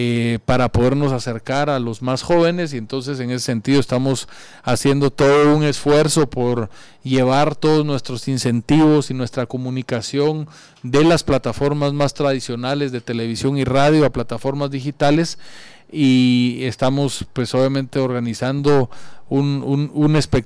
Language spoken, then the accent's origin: Spanish; Guatemala; somos nosotros los guatemaltecos